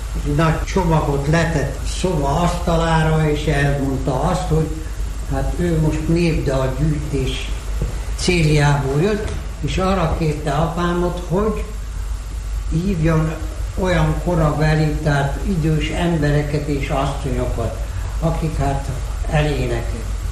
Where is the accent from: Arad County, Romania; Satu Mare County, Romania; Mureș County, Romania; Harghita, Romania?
Mureș County, Romania; Jobbágytelke; Erdélyben, Maros-székén, jobbágytelkén születtem, kisdiák koromban. Marosvásárhelyen jártam gimnáziumban